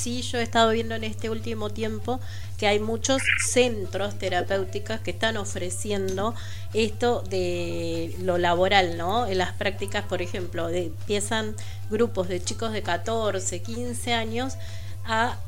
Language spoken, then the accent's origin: Spanish; El Talar, Buenos Aires Province, Argentina; Sí, a Talar, de Talar Tigre. Somos una localidad